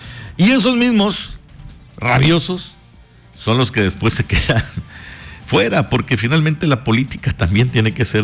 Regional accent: Mexico; extremadamente amables, así nos describen, extremadamente cálidos y extremadamente amistosos que somos los mexicanos.

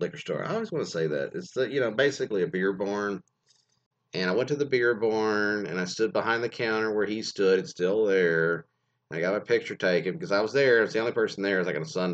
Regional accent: Texas, United States; I can say that because I'm from Texas, so here we know about the rodeo-yoing.

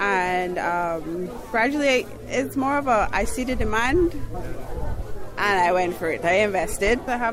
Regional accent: Georgetown, Demerara-Mahaica, Guyana; I'm originally from Georgetown, South Roundabout, but my farm is located Kurukuru under the Nensuzaik Highway.

